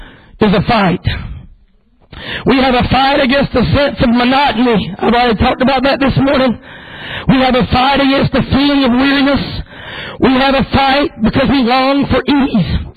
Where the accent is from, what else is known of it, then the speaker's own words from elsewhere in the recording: United States; I am American and I know the history of our great country.